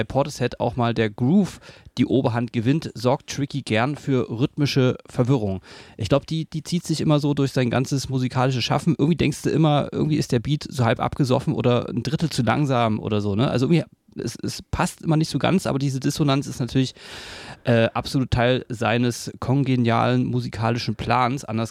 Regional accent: Berlin, Germany; Also ich komme aus Berlin, war da ist man jetzt mit der Szene, wa?

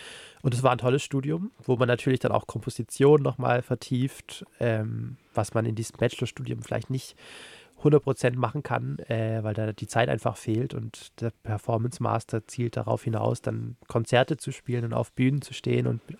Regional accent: Unterensingen, Baden-Württemberg, Germany; aber auch nicht zu weit weg von meiner Heimat Stuttgart-Region, Unterenzingen, Nürtingen.

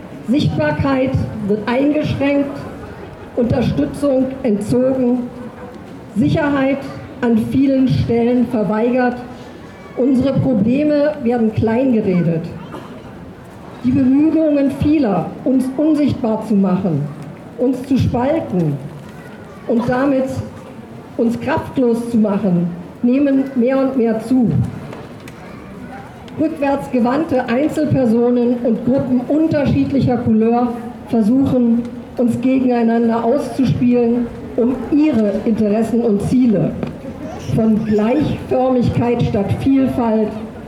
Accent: Berlin, Germany; born there; ich bin geboren in Berlin.

